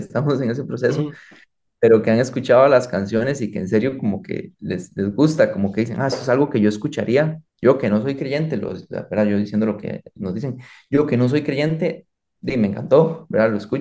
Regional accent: Costa Rica; Entonces, es hasta simbólico para nosotros como costarricenses, que estamos, pues son dos países distintos, ¿verdad?

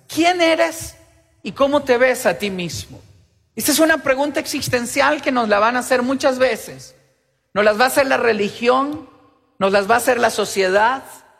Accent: Nicaragua; Le hago la pregunta para contarle que yo también soy nica. Y que me emociona decir que mi mamá era de Nicaragua.

